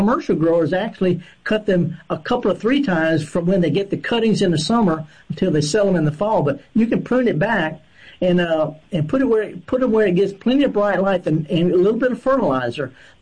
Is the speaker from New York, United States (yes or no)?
no; Woodville, Mississippi, United States; Oh, yeah. I'm from the Delta, Woodville.